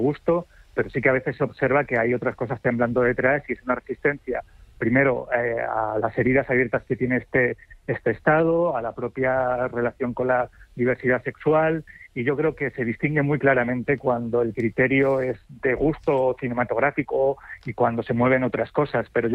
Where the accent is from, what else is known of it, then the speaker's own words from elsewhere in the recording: Andalusia, Spain; now in Girona and Madrid, Spain; yo soy andaluz, aunque ahora vivo entre Girona y Madrid.